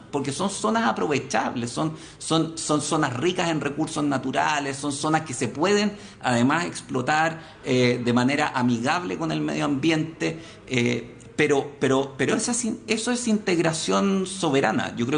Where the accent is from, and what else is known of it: Chile